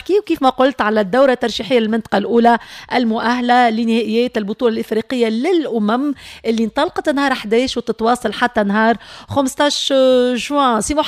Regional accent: Menzel Temim, Nabeul Governorate, Tunisia; بنت الوطن القبلي بنت منزل تميم

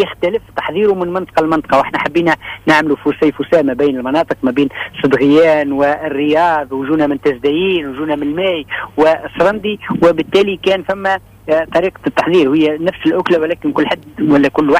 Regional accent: Djerba, Medenine, Tunisia

